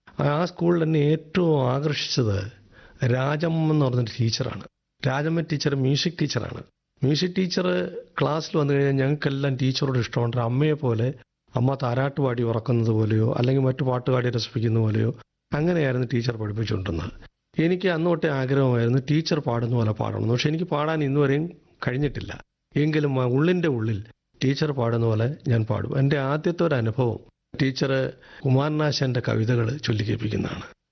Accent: Perumpuzha, Kerala, India; ഞാൻ ജനിച്ചത് പെരുമ്പുഴയിലാണ്. പെരുമ്പുഴ എന്നത് വളരെ പ്രസിദ്ധമായ ചരിത്രത്തിലിടം നേടിയ കുണ്ട്ര എന്ന പ്രദേശത്ത് തൊട്ടാണ്.

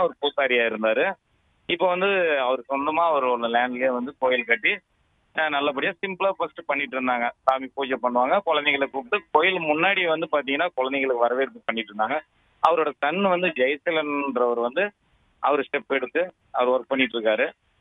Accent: Dharmapuri district, Tamil Nadu, India; born there; also born or lived in Hosur / Bangalore; எங்க ஊர்ல மாக்கனூர் கிராமத்துல

